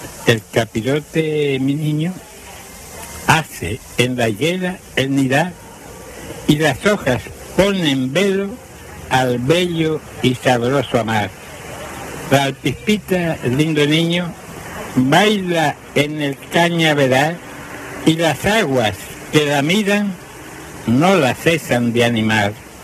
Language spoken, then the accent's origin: Spanish; Agüimes, Canary Islands, Spain; also born or lived in Ingenio, Gran Canaria; nací en ingenio, mi madre es de ingenio, me crié en Agüime, mi padre es de Agüime